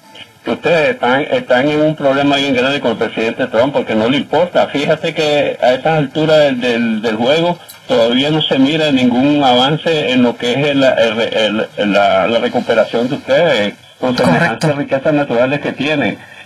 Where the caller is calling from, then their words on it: New York, United States; desde aquí en Nueva York.